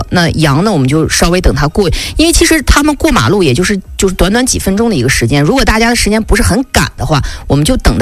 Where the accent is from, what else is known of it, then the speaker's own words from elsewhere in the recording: Xilingol, Inner Mongolia, China; 我是这个土生土长的我们锡林郭勒人